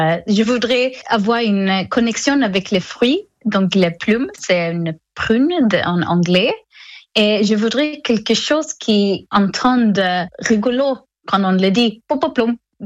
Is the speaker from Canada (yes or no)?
no; Sweden; French is a second language; moved away as an adult; now in Bessan, France; je viens de Suède.